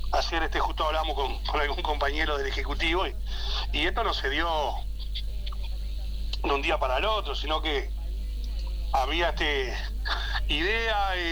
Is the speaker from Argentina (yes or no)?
no; Uruguay; soy un uruguayo más